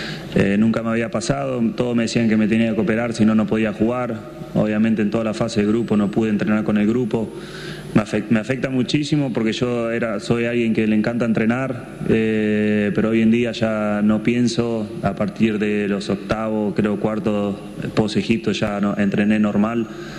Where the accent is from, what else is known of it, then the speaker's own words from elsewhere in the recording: Argentina; quiero que nos recuerden como cualquier argentino, que somos trabajadores, que nunca nos damos por vencidos y que aunque las cosas nos cuesten siempre salimos adelante